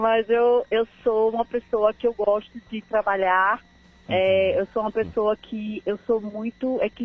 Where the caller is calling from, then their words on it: Bahia, Brazil; que eu sou baiana, sou da Bahia